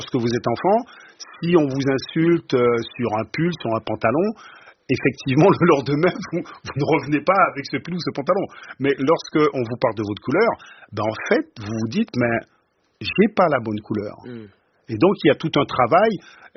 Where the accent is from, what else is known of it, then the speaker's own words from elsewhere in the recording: Guadeloupe; moved away; j'ai grandi en Guadeloupe.